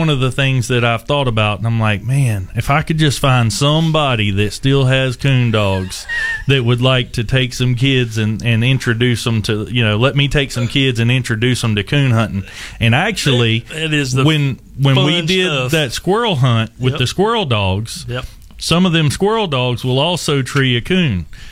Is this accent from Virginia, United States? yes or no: yes; Virginia, United States; moved away; I'm originally from Virginia, right on the James River, and grew up coon hunting.